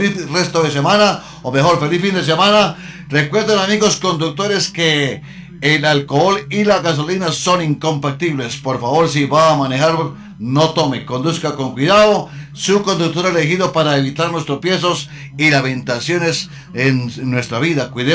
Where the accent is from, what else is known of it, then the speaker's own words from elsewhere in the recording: San Pedro de Iguaque, Boyacá, Colombia; esto es mi tierra, mi pueblo, San Pedro de Iguaque.